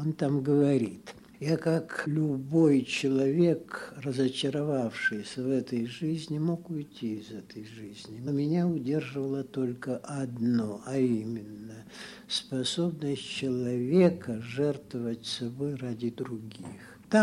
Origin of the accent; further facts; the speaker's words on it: Ivanovo Oblast, Russia; moved away as an adult; also born or lived in Leningrad; now in Saint Petersburg, Russia; Я сам по рождению, это ведь не ленинградец. Я родился в Ивановской области, в 18 километрах от этого текстильного города, в деревне Клевнево, маленькой деревушке 6 домов. На речке Молохте, тоже очень маленькой, но студеной, никогда не замерзающей.